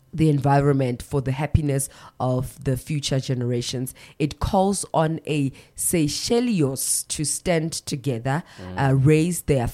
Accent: South Africa; So I'm from South Africa.

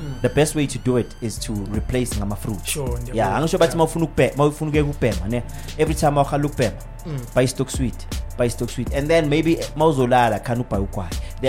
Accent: South Africa; I'm only South African

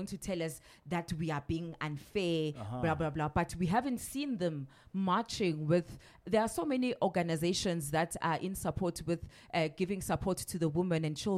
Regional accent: South Africa; So we as South Africans

